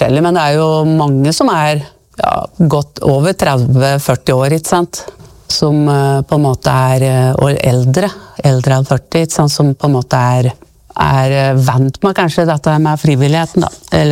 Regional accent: Reinsvoll, Innlandet, Norway; jeg husker jo når jeg vokste opp her på Reimsvoll, alt var jo frivillig.

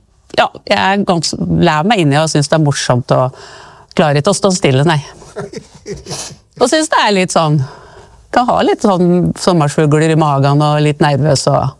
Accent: Reinsvoll, Innlandet, Norway; jeg husker jo når jeg vokste opp her på Reinsvoll

